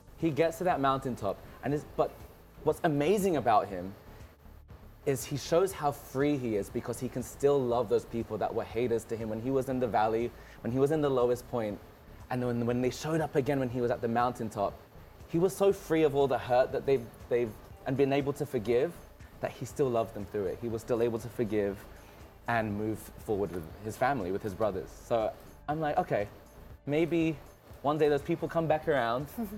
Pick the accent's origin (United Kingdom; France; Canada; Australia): United Kingdom; London; also born or lived in United States; I grew up in London, then I lived in the US for a while, and now I'm here.